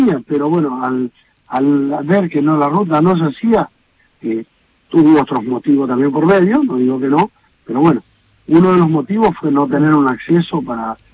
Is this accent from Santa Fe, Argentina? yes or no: yes; Aurelia, Santa Fe, Argentina; born there; Yo nací en Aurelia, tengo 62 años.